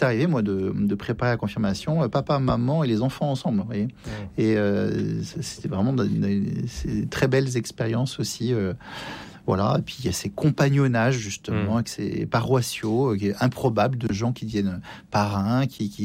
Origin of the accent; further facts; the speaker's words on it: France; Et puis quand on est français, que voulez-vous, on se refait pas.